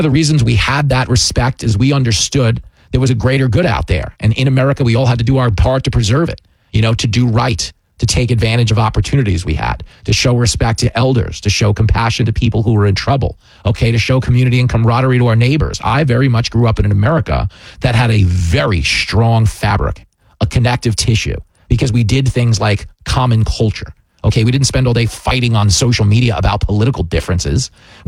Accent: Levittown, New York, United States; You know, I grew up in Levittown. It was the first World War II community built for American GIs returning home.

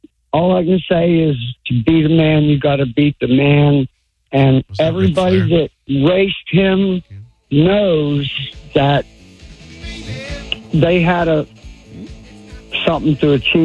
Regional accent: Pennsylvania, United States; moved away; I grew up in Pennsylvania.

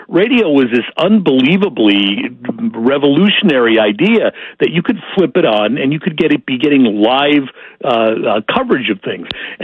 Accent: Chicago, Illinois, United States; I grew up in Chicago

